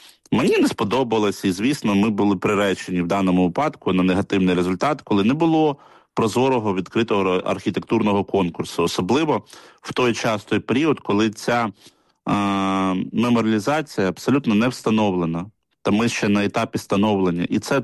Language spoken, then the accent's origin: Ukrainian; Kyiv, Ukraine; бо тому що я виріс на Троєщині, я виріс в Деснянському районі.